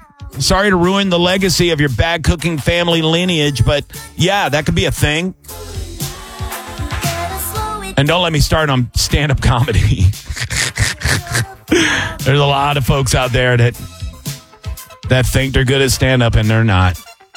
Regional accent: Tampa, Florida, United States; I was always a big kid, fat kid, obviously, but I was a little scrappy, growing up in Seminole Heights.

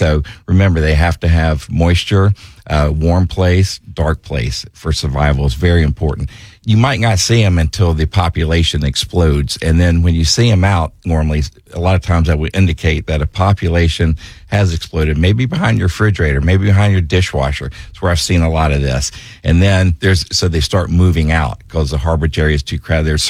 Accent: Jacksonville, Florida, United States; I was born right here in Jacksonville, and I've seen a big, you know, increase, of course, in the population of Jacksonville through the years.

